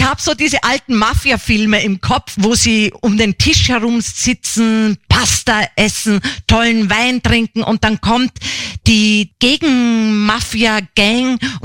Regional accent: Upper Austria, Austria; Meine Mutter stammt aus Bayern und aufgewachsen bin ich dann in Oberösterreich. Man spricht da zwar überall Deutsch, aber unterschiedlich Deutsch.

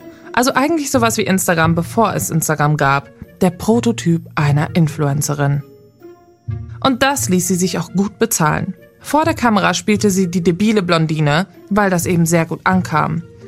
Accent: Athens, Attica, Greece; Ich komme aus Griechenland. Ich wurde in Athen geboren.

